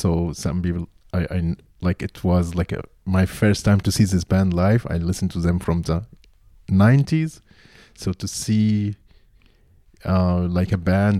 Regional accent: Egypt; And I come from Egypt, so I think I'm in my shift, I'm the only Arabic person

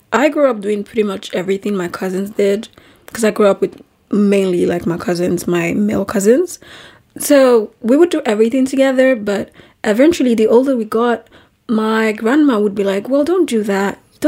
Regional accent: Nigeria; For context, I'm from Nigeria. I was born and raised there.

